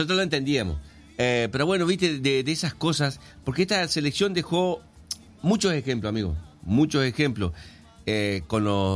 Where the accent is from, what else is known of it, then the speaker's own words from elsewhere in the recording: Argentina; acá los argentinos nos sacudimos y seguimos, amigo, peleándola.